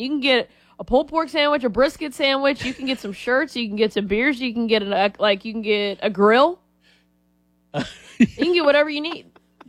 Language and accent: English; Texas, United States; We don't disagree on, like, a lot of things, but as a Texan, you have to go to Buc-ee's.